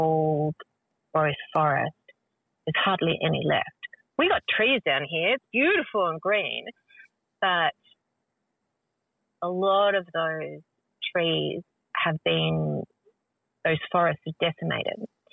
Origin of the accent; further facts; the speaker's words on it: Tasmania, Australia; born there; I was born here in Lutwyta, Tasmania, to the Palawa community. My mother's people are Yorta Yorta. I'm a Yorta Yorta woman and old grandfather is a Jajarong.